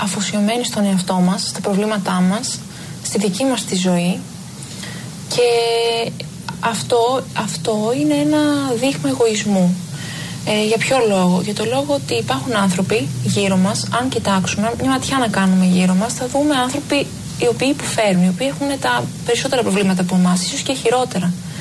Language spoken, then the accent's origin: Greek; Greece